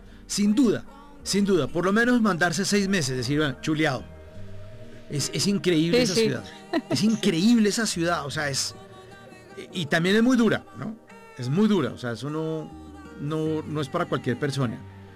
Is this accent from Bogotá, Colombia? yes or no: yes; Bogotá, Colombia; soy bogotano y a mí me gusta también el caos